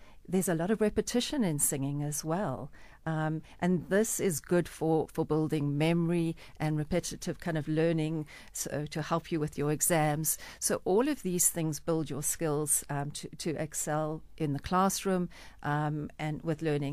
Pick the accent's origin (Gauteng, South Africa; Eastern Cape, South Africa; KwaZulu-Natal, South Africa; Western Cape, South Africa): Gauteng, South Africa; Johannesburg; I grew up in Yeovil. My gran lived there. So I have walked those streets. Joburg is vibrant. It's buzzy. It's arty. It's creative. It's amazing.